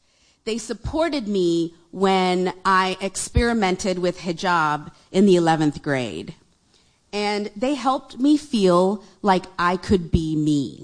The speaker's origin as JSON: {"language": "English", "region": "Arkansas", "country": "United States", "tie": "born or raised there", "also_born_or_lived": "Opelika, Alabama", "said": "I was born in Opelika, Alabama, but I'm an Arkansan. I'm also Muslim. I'm also brown"}